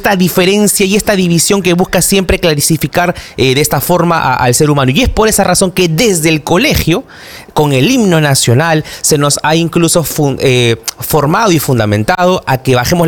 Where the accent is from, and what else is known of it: Peru